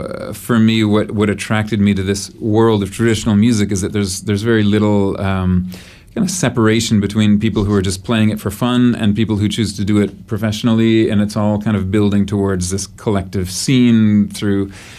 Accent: Ottawa, Ontario, Canada; moved away as an adult; also born or lived in Toronto; now in Montreal, Canada; No, I grew up in Ottawa. I'm from Ottawa, so just across the river from Quebec, and you know, grew up with a lot of French around me and that whole like Quebecois culture present.

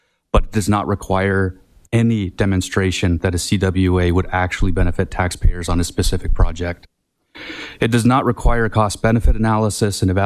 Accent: Fairbanks, Alaska, United States; I was born and raised in the Fairbanks North Shore Borough. For the past 2 decades, I have lived and worked in this community as a finance professional.

